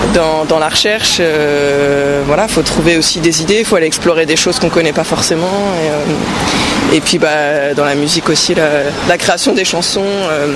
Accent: Cergy, Île-de-France, France; J'ai grandi à Cergy, en fait, jusqu'à, bah, jusqu'au bac, quoi.

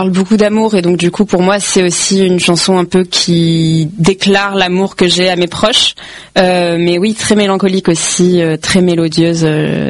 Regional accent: Herblay, Île-de-France, France; also born or lived in Paris; Je suis pas née à Herblay, je suis née à Paris.

